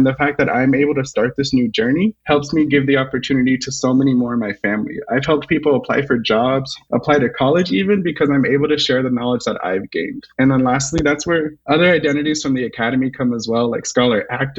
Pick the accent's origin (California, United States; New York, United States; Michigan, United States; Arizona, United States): Arizona, United States; Tucson; So I love when people ask if I'm from Tucson. Like, I am Tucson.